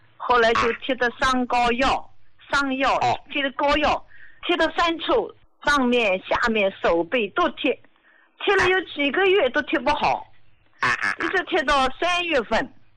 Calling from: Jiangsu, China; 我今年73岁，我是江苏的

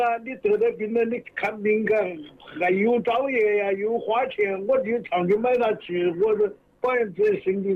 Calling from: Jingmen, Hubei, China; 我金门城关的。

